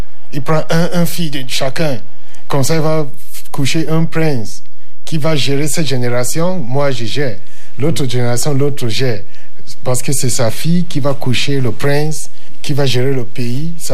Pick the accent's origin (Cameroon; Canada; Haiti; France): Cameroon; Mankon, Northwest Region; Moi je suis un de Mankon. Ça, c'est le genre qui sont restés, des Camerounais maintenant, des Bantous du Cameroun.